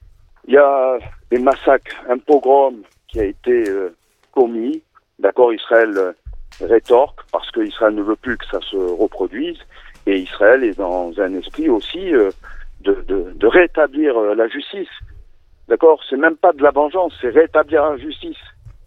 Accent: France; je ne suis pas israélien, je suis français juif vivant à Marseille

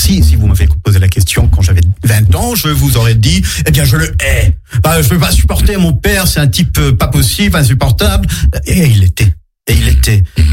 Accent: Israel; first language Hebrew; French is a second language; l'hébreu était quelque chose que je maniais, que je manie avec une certaine facilité. Enfin, c'est ma langue maternelle, c'est ma langue évidente.

